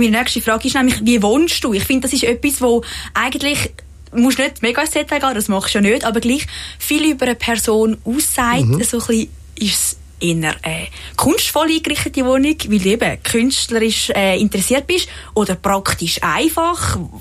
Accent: Neftenbach, Zurich, Switzerland; Ich bin ja gebürtige Neftenbacherin

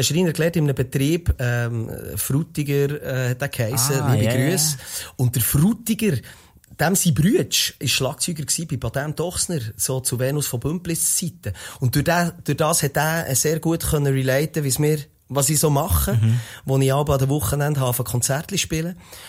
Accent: Interlaken, Bern, Switzerland; Hey, nein, ich komme von Interlaken. Interlaken ist zwischen Thuner und Brienzersee den meisten Leuten als riesen Touristenort bekannt. Aber wenn man dort aufgewac

